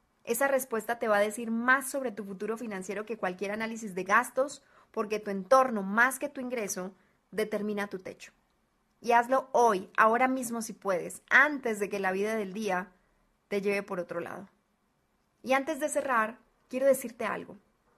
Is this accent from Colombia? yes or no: yes; Colombia; now in Guadalajara, Mexico; colombiana viviendo en Guadalajara, México